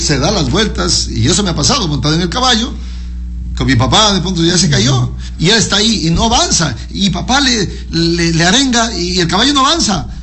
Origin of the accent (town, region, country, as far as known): Ecuador